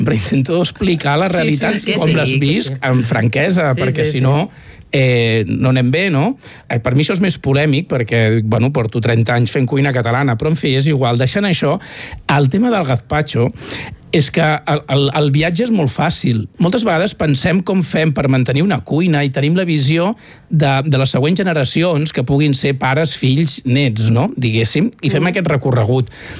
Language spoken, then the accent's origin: Catalan; Catalonia, Spain; Jo, després de la llet materna, vaig passar a consumir gazpacho. Jo sóc del Baix Llobregat.